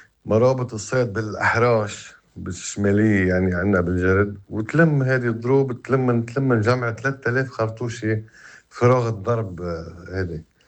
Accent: North Governorate, Lebanon; من الشمال بدي أقول

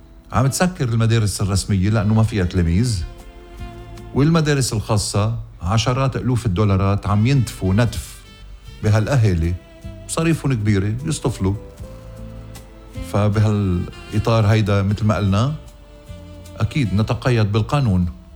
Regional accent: Ghazir, Keserwan-Jbeil, Lebanon; بضيعتي الحلوة غزير

